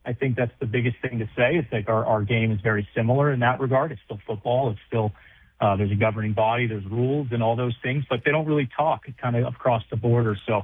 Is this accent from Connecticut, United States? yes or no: yes; Connecticut, United States; moved away as an adult; now in Alberta, Canada; I'm from Connecticut. I'm a dual citizen, and I was a young man that didn't have any Division I football offers coming out of a small town in Connecticut.